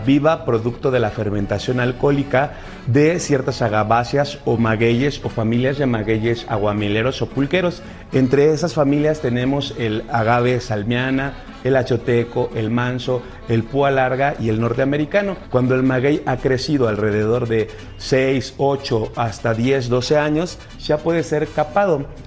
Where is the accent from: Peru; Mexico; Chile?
Mexico; que sepan cómo se produce el pulque y que es una bebida artesanal que nos da identidad y pertenencia como mexicanos.